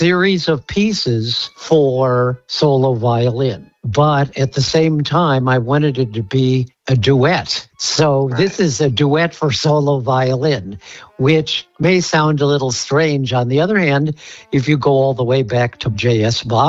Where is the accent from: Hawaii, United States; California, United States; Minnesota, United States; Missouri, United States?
Missouri, United States; Kirksville; I'm in Kirksville, Missouri, which is the home of Truman State University.